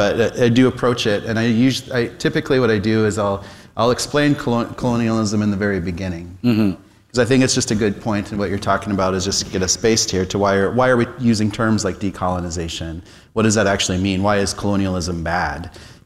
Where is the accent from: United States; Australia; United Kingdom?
United States; Pine Ridge Reservation, South Dakota; growing up on Pine Ridge Reservation.